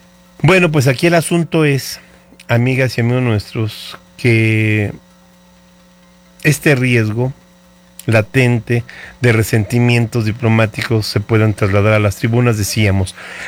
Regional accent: Mexico; merecemos todos como mexicanos

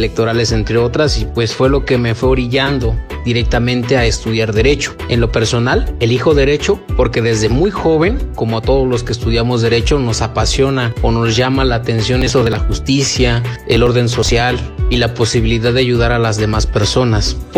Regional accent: Huejutla, Hidalgo, Mexico; Soy originario de Huejutla, lo mencionaba, parte de la Huasteca hidalguense, una región caracterizada por su cultura y además muy rica en talentos diversos, en gastronomía, música

